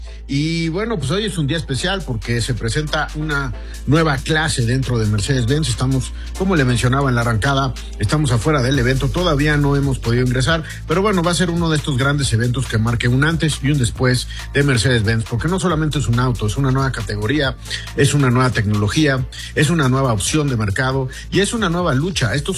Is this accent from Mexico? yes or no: yes; Mexico